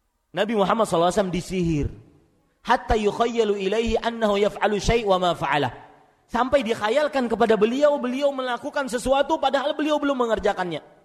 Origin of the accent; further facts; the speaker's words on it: Banjarmasin, South Kalimantan, Indonesia; di Banjarmasin, kota saya